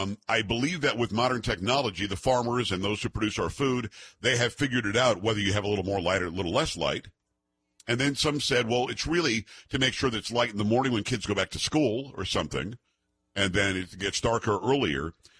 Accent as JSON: {"language": "English", "region": "Florida", "country": "United States", "tie": "born or raised there", "also_born_or_lived": "New York, United States", "said": "When I grew up in Florida, I'm from New York originally. We spent a lot of time in Michigan and so on."}